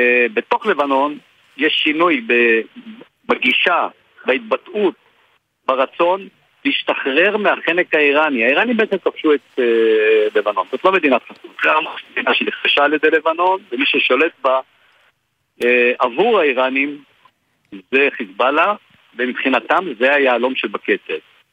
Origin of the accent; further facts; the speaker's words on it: Northern District, Israel; אני גדלתי בצפון דרך כלל, אני נולדתי במושב בליעזר וגדלתי והתחנכתי שם.